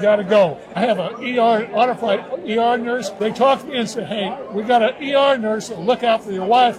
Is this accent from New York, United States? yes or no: no; Ames, Iowa, United States; born there; Born in Ames, Iowa, Central Iowa.